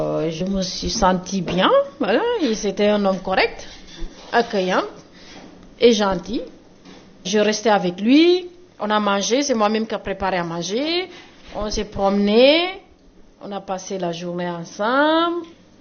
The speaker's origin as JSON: {"language": "French", "country": "Senegal", "said": "Et je suis sénégalaise."}